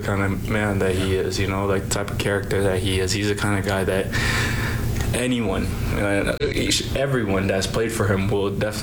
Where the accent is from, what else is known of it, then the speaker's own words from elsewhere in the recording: Nigeria; born there; moved away; also born or lived in Taiwan / Ghana; So, like, I was born in Nigeria, so we stayed in Nigeria for a couple of years. My younger brother was born in Taiwan, so we also spent some time in Taiwan. And then we moved back to Nigeria, and then we also spent some time in Ghana also.